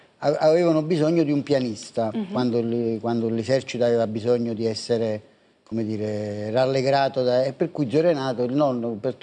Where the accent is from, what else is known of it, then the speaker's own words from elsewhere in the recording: Naples, Campania, Italy; also born or lived in Milan; Sono stato strappato da Napoli, dai vicoli di Napoli.